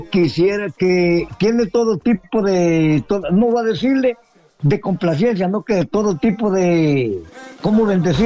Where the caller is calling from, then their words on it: Juticalpa, Olancho, Honduras; yo vivo lejos. Vivo aquí en Juticalpa. Lástima que yo no nací allá en Tegucigalpa